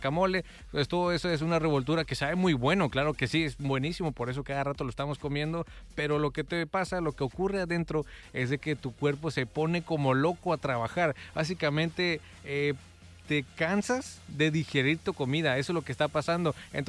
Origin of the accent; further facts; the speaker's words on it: Mexico; así somos los mexicanos